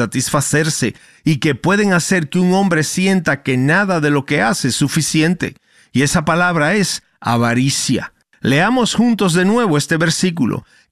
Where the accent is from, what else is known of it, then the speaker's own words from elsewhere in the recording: Edinburgh, Scotland, United Kingdom; now in ?; crecí en Edimburgo, en la costa este de Escocia.